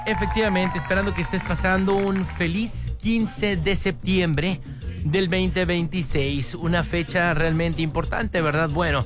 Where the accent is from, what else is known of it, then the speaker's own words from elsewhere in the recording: Mexico; esa garra que tenemos como mexicano, esa no está, no se cuestiona